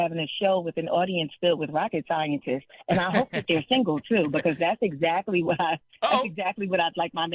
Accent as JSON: {"language": "English", "region": "New York", "country": "United States", "tie": "born or raised there", "said": "I'm originally from New York. Yeah, I grew up in Harlem."}